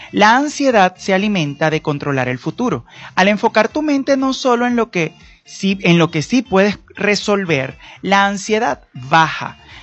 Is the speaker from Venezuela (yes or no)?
yes; Venezuela; es momento de unirnos como venezolanos